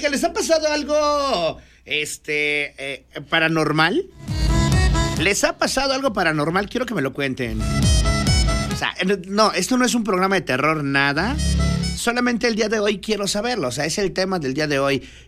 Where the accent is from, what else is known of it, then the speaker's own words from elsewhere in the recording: Mexico; Somos mexicanos y tenemos que apoyar a los nuestros